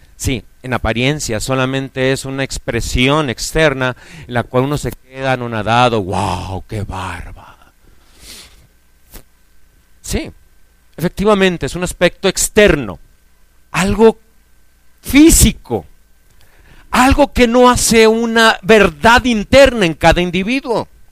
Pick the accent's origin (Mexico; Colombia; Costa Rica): Mexico; born there; Yo conozco muchos mexicanos, de hecho yo nací en México, conozco a muchos mexicanos.